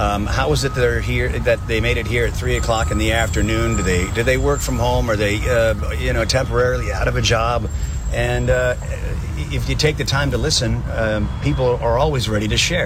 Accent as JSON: {"language": "English", "town": "Boston", "region": "Massachusetts", "country": "United States", "said": "That's right. I mean, I am from Boston"}